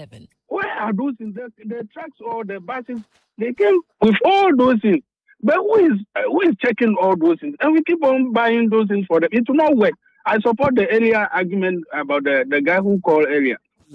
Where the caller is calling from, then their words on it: Accra, Greater Accra, Ghana; I'm calling from Roman Ridge, Accra